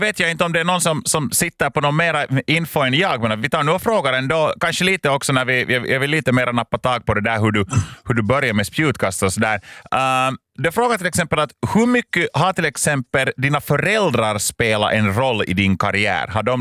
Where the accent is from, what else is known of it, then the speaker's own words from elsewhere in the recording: Uusimaa, Finland; jag är från Östra Nyland